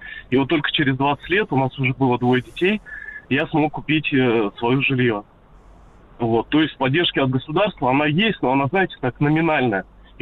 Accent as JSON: {"language": "Russian", "region": "Ural", "country": "Russia", "tie": "born there", "said": "Вот хотел сказать, что я родился в Советском Союзе, на Урале."}